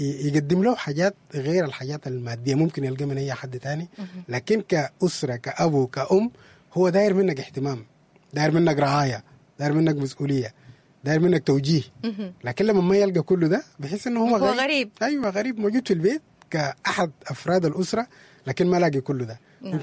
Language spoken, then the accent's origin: Arabic; Sudan; ذكرياتنا احنا كسودانيين